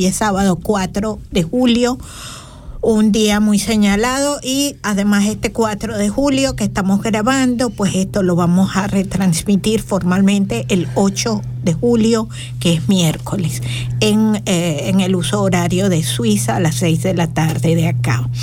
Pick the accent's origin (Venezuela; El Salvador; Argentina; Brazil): Venezuela; moved away; De quienes estamos aquí en la emisora, dos somos venezolanas por todos los lados, y una es venezolana